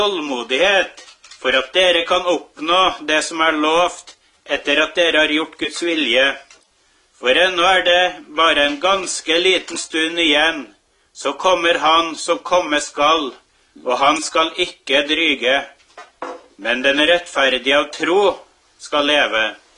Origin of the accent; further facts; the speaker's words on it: Namsos, Trøndelag, Norway; Jeg kommer, som sagt, ifra Namsos I Nord-Trøndelag.